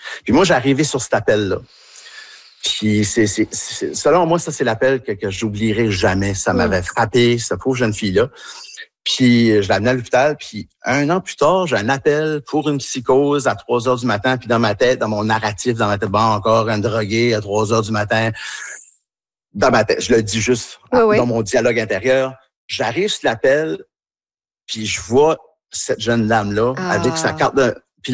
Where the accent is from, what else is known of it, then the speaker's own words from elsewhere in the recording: New Brunswick, Canada; Puis moi aussi, en tant qu'Acadien, fier Acadien, tu sais, j'ai même été vice-président de la Société de l'Acadie du Nouveau-Brunswick.